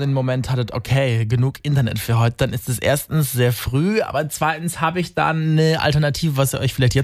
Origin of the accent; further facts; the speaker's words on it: Rhineland-Palatinate, Germany; Und dann auch noch für mich als Pfälzer ganz hart, dass er Saarland auf die Eins genommen hat.